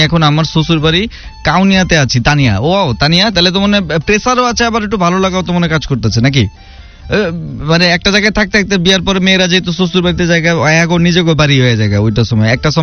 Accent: Parbatipur, Rangpur Division, Bangladesh; now in Rangpur, Bangladesh; আচ্ছা ভাইয়া, আমার বাড়ি পার্বতীপুর, রং থাকি রংপুর থেকে, রংপুর আগে ছিলাম, গন্ধর্বপুর।

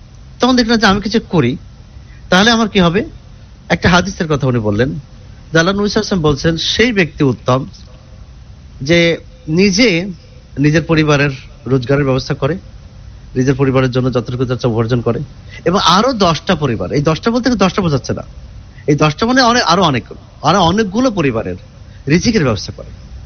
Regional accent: Kushtia, Khulna Division, Bangladesh; রংপুর, দিনাজপুর, আমার বাড়ি যেমন কুষ্টিয়া, সিলেট, চট্টগ্রাম, সারা দেশ থেকে আসে।

